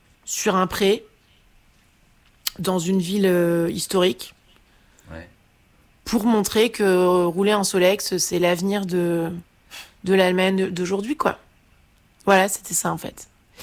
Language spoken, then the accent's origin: French; Caen, Normandy, France; Tu veux la blague, c'est que moi je viens de Caen en fait.